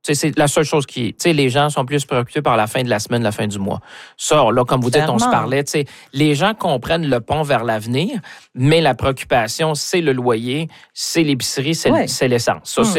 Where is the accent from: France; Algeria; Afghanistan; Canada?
Canada; Shawinigan, Quebec; moi je viens de Shawinigan, évidemment c'est une autre réalité